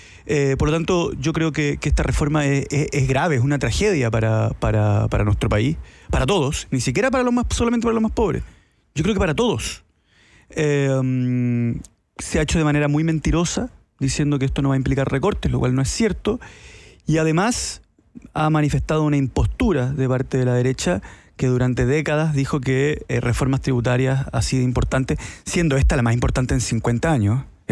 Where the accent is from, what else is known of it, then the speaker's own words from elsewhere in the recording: Chile; Como chileno, el argentino es tu hermano. Pues si nos independizamos juntos